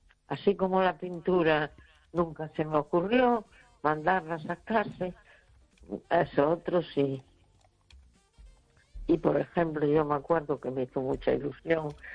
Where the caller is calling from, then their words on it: A Coruña, Galicia, Spain; de La Coruña.